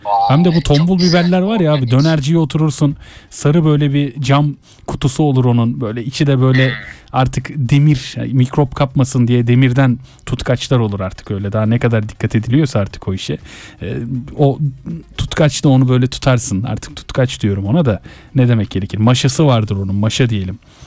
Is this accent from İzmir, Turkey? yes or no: no; Bayrampaşa, Istanbul, Turkey; Bayrampaşa, ben de Bayrampaşalıyım.